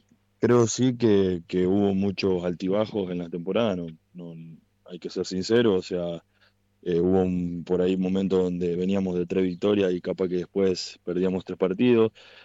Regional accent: Carlos Pellegrini, Santa Fe, Argentina; moved away as an adult; now in Santa Fe, Argentina; Yo soy oriundo de Carlos Pellegrini, de la provincia de Santa Fe. Yo llegué a Colón hace un año, el año pasado a esta altura.

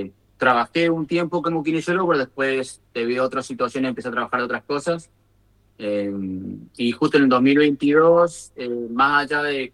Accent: Argentina; moved away as an adult; also born or lived in United States; now in Germany; Argentina fue el país que me vio crecer. Argentina me dio mis raíces. Como siempre digo, más allá de que yo lleve la bandera de Estados Unidos en mi uniforme, mi corazón siempre sigue siendo argentino. Yo me fui de muy chiquitito

